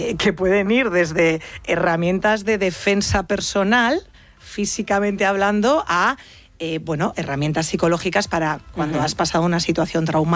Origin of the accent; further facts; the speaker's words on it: León, Castile and León, Spain; born there; Toda mi familia es gallega, aunque yo nací en León.